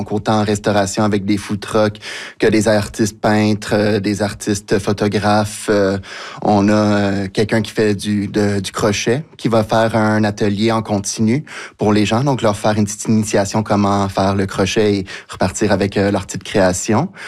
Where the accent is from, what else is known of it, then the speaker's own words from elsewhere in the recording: Quebec, Canada; moved away; Personnellement, mon inspiration était de ma région natale, dans les cantons de l'Est.